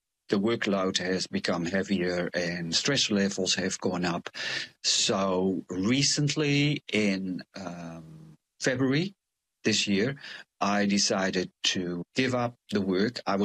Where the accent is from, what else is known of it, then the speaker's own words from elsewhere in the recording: Netherlands; English is a second language; moved away as an adult; now in New Zealand; I'm from the Netherlands, where people can be quite direct.